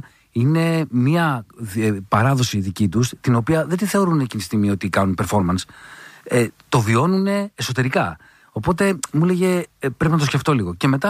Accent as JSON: {"language": "Greek", "town": "Drama", "region": "Eastern Macedonia and Thrace", "country": "Greece", "tie": "born or raised there"}